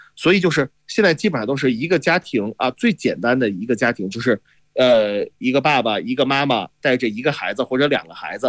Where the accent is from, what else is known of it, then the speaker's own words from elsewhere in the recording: China; 我们中国人